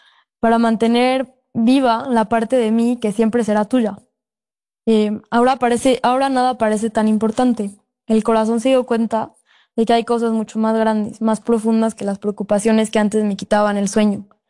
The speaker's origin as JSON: {"language": "Spanish", "region": "Puebla", "country": "Mexico", "moved": "yes", "lives_now": "Mexico City, Mexico", "said": "ahorita yo estoy en Ciudad de México, soy de Puebla"}